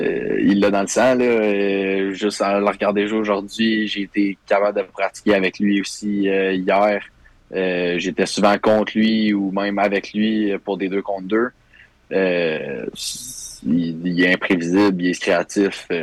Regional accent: Deux-Montagnes, Quebec, Canada; Ouais, un petit gars de Deux-Montagnes.

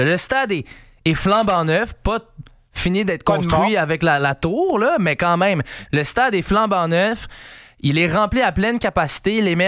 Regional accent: Quebec, Canada; En tant que journaliste, en tant que Québécois

